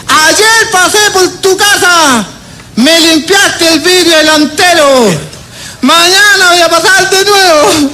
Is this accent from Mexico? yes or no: no; Chile; Somos el pueblo chileno.